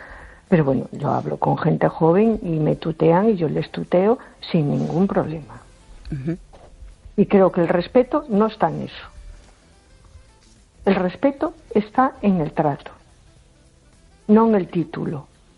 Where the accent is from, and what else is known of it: A Coruña, Galicia, Spain